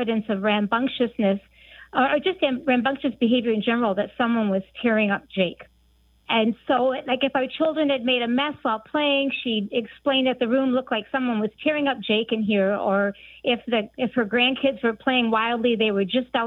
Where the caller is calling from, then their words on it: Michigan, United States; Hi. I'm calling from Northern Michigan.